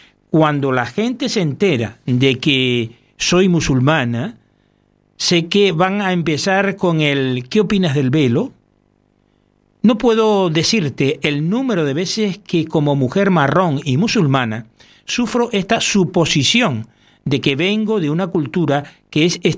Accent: Pakistan; como en las que crecí en Pakistán

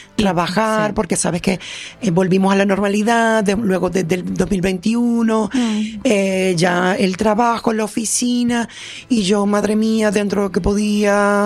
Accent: Venezuela; moved away as an adult; now in Canary Islands, Spain; yo soy venezolana y bueno, tengo las 2 nacionalidades ahora mismo.

